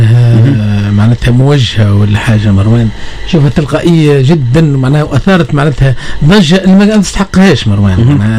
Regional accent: Tunisia

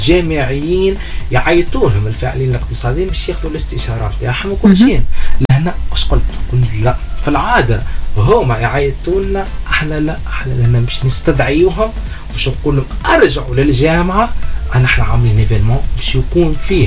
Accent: Tunisia; احنا ولاد منظومة التعليم المجانية تونس قررتنا بلاش

